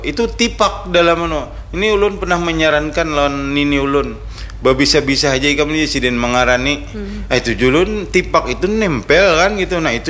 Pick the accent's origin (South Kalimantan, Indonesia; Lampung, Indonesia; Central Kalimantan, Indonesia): South Kalimantan, Indonesia; Banjar; kita orang Banjar